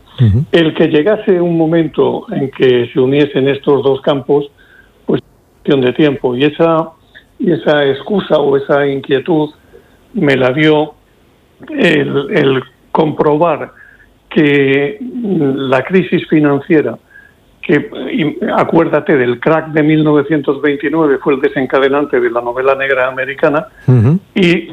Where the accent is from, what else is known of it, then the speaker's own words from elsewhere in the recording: Cartagena, Region of Murcia, Spain; moved away as an adult; Yo, aunque vivo fuera por razones profesionales desde hace muchos años, mi infancia, mi juventud han transcurrido en Cartagena